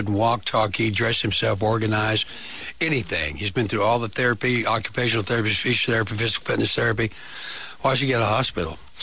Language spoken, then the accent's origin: English; Oklahoma, United States; also born or lived in Texas; I was born in Texas. I grew up in Oklahoma, but I'm from heaven.